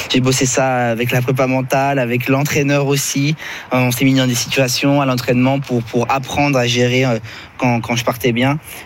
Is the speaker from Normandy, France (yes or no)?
no; Lyon, Auvergne-Rhône-Alpes, France; Moi, j'ai grandi à Lyon. J'ai fait primaire, collège, lycée là-bas